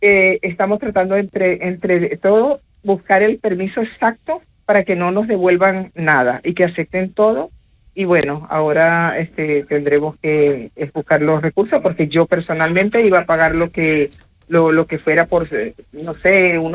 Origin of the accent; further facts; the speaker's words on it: Venezuela; Nuestro granito de arena tiene que ser un montón muy grande para ayudar a mi tierra, Venezuela.